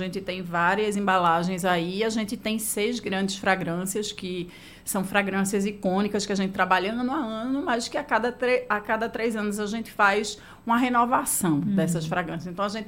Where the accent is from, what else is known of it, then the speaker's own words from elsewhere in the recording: Northeast Region, Brazil; todos nós, como nordestinos